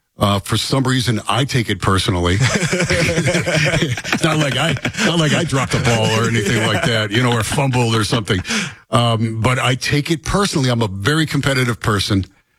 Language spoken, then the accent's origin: English; Rust Belt, United States; And I grew up in the Rust Belt, blue-collar mentality.